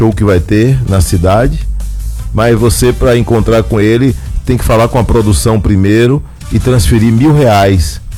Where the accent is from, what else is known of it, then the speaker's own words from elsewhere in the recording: Salvador, Bahia, Brazil; Minha infância foi lá, rapaz, no Parque São Bartolomeu.